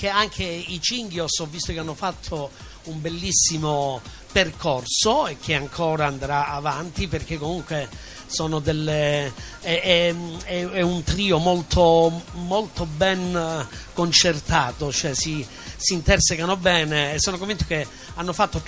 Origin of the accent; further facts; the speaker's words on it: Catanzaro, Calabria, Italy; arrivo da Catanzaro